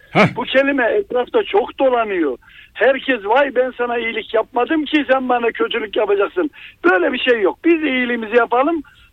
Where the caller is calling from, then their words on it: Safranbolu, Karabük, Turkey; Safranbolu'dan arıyorum ben şimdi abim.